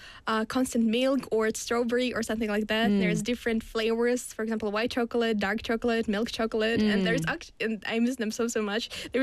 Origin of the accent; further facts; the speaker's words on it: Russia; English is a second language; now in South Korea; And actually, in my hometown, really, Russia is really spacious because there is a lot of space and a very little amount of people.